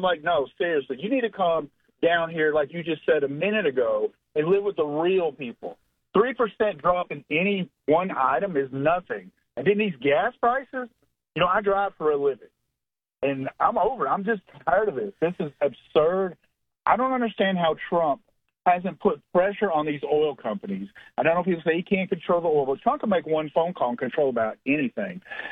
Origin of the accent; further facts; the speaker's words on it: Tennessee, United States; I'm from East Tennessee.